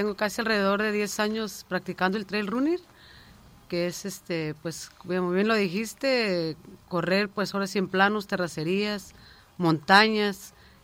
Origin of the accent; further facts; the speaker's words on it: Naranjal, Mexico; Pues mira … soy de Naranjal.